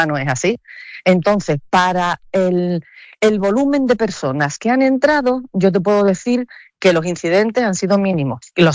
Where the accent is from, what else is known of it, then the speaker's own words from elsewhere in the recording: Ceuta, Spain; born there; Es que yo nací aquí ya, yo soy hija de la emigración.